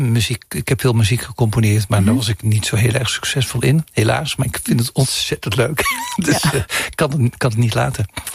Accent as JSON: {"language": "Dutch", "town": "Heerlen", "region": "Limburg", "country": "Netherlands", "tie": "born or raised there", "moved": "yes", "said": "Ik kom uit Zuid-Limburg, uit Heerlen."}